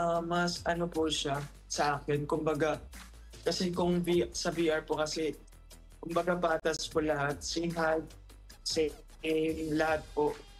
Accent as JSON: {"language": "Tagalog", "town": "Kananga", "region": "Eastern Visayas", "country": "Philippines", "moved": "yes", "said": "Taga Leyte po ako, sa okay. Kananga po."}